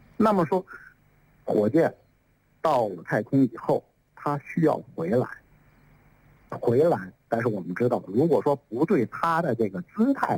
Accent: China; 那我们中国人尝试了第三种技术路径

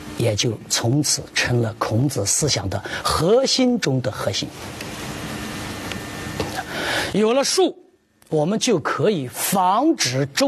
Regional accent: southern China, China; moved away as an adult; also born or lived in Qinghai; 那我南方人，我吃馒头不习惯

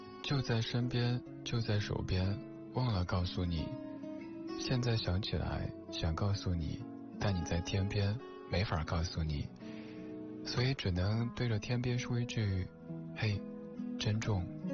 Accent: Sichuan, China; 作为一个四川人

